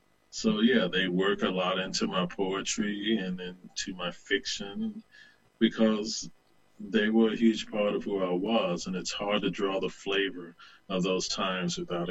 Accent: the South, United States; I grew up in the Bible Belt, and it's who I was. It's who I continue to be in many ways. I don't consider myself a Christian at this point

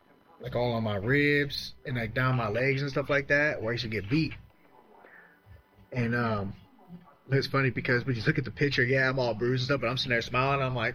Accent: Mississippi, United States; also born or lived in Virginia / Louisiana; But I didn't go, we moved to Mississippi. I spent all my childhood in Mississippi, like right there on the coast, Long Beach, Gulfport, Socia, Lyman, all over that little area. And then my teen years, I was in Louisiana, I lived in Louisiana.

